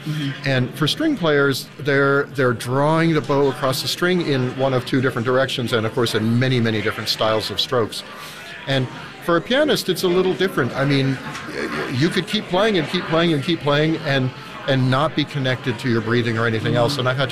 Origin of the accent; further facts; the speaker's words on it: Vancouver, British Columbia, Canada; I grew up in Vancouver